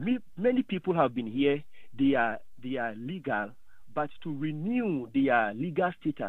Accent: Ghana; moved away as an adult; now in Nelspruit, South Africa; And I'm originally from Ghana.

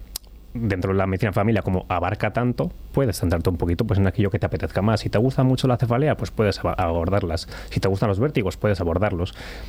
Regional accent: Limpias, Cantabria, Spain; moved away; Soy de Limpias

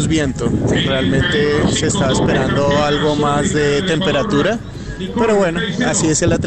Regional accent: Colombia; No, yo soy colombiano.

